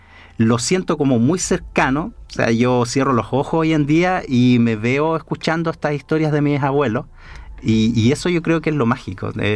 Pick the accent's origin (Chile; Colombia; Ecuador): Chile; Chillán, Ñuble; born there; Yo, que nací en Chillán